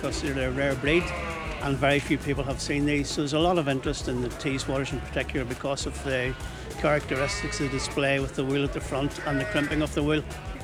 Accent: Ballymoney, Northern Ireland, United Kingdom; I'm from Ballymoney.

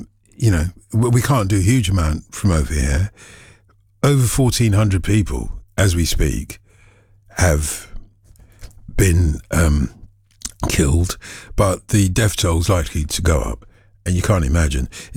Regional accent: Nigeria; moved away; You know, when I came here from Nigeria, I was thinking, all my school friends.

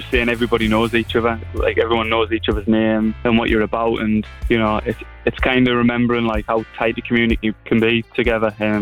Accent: Peterlee, North East England, United Kingdom; we formed in like late 2020, early 2021, and we're from Peterlee.

